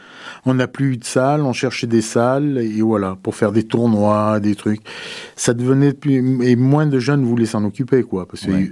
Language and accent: French; Die, Auvergne-Rhône-Alpes, France; Donc dans le DIWA, j'ai grandi dans le DIWA, donc j'ai fait les études à Die.